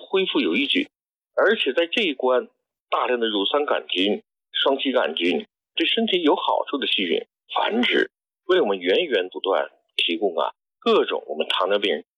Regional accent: Shanxi, China; 我们山西人呢更厉害

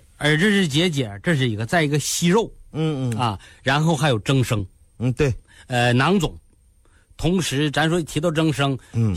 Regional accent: Northeast China, China; 尤其是在东北啊，因为我是东北人嘛

